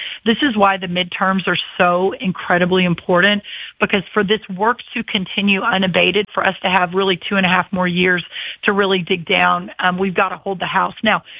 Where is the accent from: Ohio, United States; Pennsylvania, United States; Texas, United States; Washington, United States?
Texas, United States; Well, I'm from a red state. I'm from Texas. I worked in state policy.